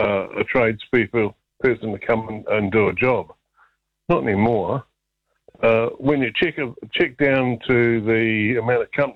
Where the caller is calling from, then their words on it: Wellington, New Zealand; I come from the Wellington region